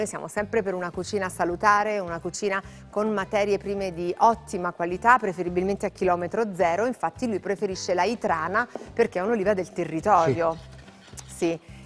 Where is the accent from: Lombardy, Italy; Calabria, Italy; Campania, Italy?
Campania, Italy; dalle parti mie si chiama scarola.